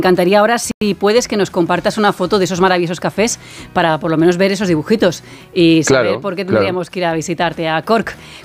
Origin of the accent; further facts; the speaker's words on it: Spain; aprender inglés británico para nosotros como españoles es más fácil, ¿no?